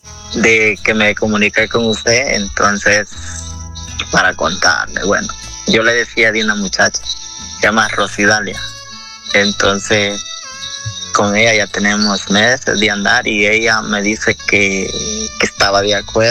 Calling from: Olancho, Honduras; Del departamento de Olancho.

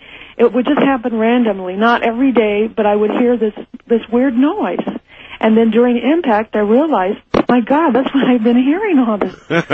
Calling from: Los Angeles, California, United States; I'm from Los Angeles.

